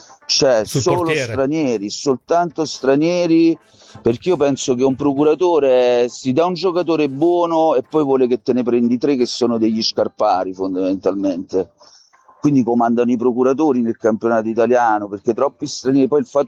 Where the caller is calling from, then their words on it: Benevento, Campania, Italy; da Benevento